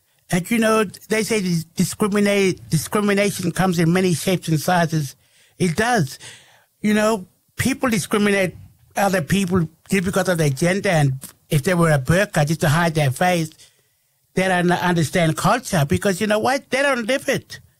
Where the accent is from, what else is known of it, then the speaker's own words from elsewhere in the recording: Australia; We are Australian. We're the First Nation, darling. You give us our land back.